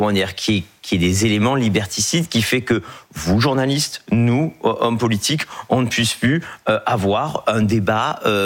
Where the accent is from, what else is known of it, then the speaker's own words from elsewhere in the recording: Marseille, Provence-Alpes-Côte d'Azur, France; Je vais prendre l'exemple de chez moi à Marseille, parce que ce n'est pas anodin.